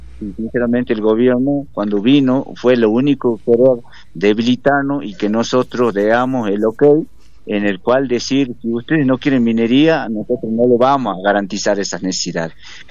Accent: Catamarca, Argentina; nos ve como que no somos argentinos, como que no somos de Catamarca

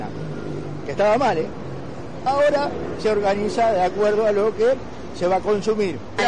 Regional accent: Palermo, Buenos Aires, Argentina; Soy encargado de edificio y soy de acá de Palermo.

